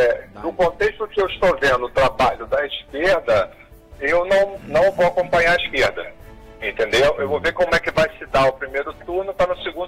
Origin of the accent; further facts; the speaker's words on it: Brazil; eu sou brasileiro